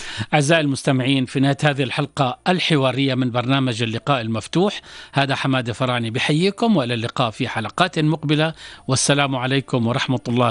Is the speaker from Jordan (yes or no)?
yes; Jordan; هذا واجبنا كأردنيين أن نقف إلى جانبكم